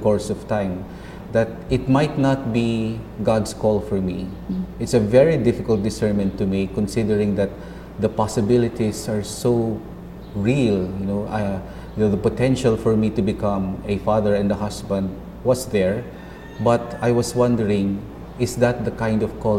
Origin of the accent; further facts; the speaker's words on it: Marikina, Metro Manila, Philippines; I grew up in Marikina City, and coming from a very, very Catholic family.